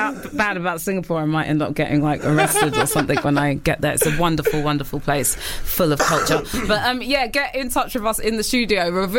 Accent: United Kingdom; we love to complain as British people.

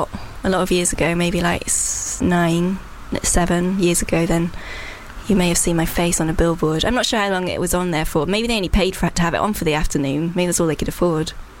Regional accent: Wales, United Kingdom; being Welsh makes you probably slightly happier because, as Kara said, every day we thank the Lord we're Welsh.

